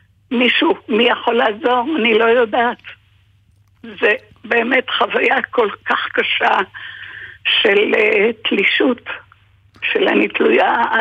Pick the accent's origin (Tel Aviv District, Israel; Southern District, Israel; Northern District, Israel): Southern District, Israel; Be'eri; born there; also born or lived in Hungary; now in Kibbutz Hatzerim, Israel; זה הבית שגדלתי בו מעל 60 שנה, מעל 60 שנה הייתי שם, מגיל 13.